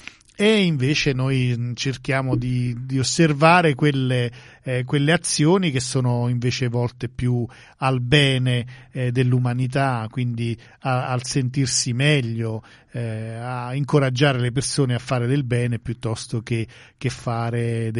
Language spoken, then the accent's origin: Italian; San Giorgio La Molara, Campania, Italy; born there; moved away; al mio paese, a San Giorgio la Molara